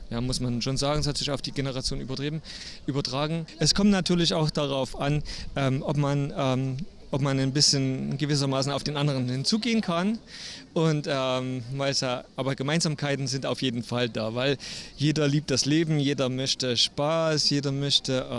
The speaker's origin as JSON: {"language": "German", "region": "East Germany", "country": "Germany", "tie": "born or raised there", "said": "Ich bin selber im Osten aufgewachsen, hatte aber im Osten keine Partnerschaft, im Westen ja."}